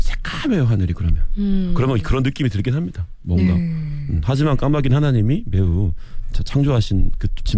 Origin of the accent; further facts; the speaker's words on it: Ulsan, South Korea; moved away; 고향이 울산이라서